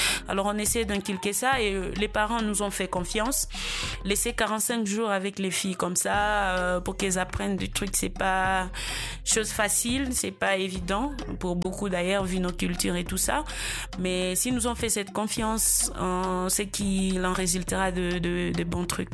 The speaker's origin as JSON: {"language": "French", "town": "Goma", "region": "North Kivu", "country": "DR Congo", "said": "ici chez nous, à Goma"}